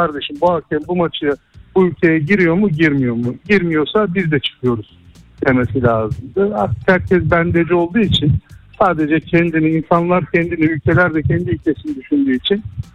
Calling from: Istanbul, Turkey; İstanbul'dan.

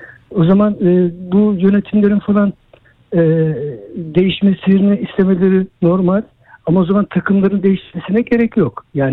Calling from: Gebze, Kocaeli, Turkey; Gezce'den arıyorum.

